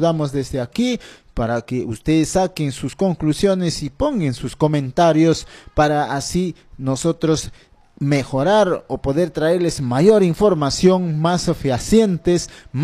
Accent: Tambillo, Junín, Peru; now in Pichanaki, Peru; mi tierra natal, Tambillo y el distrito. No, es un anexo, y como también el distrito de Ricrán

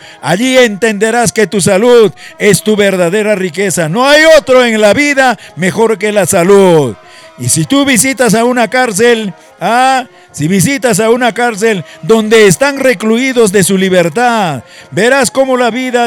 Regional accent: Peru; somos compatriotas peruanas.

